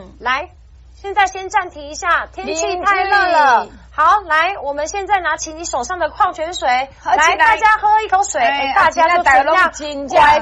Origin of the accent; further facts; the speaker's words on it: Kaohsiung, Taiwan; moved away; 我本身是高雄人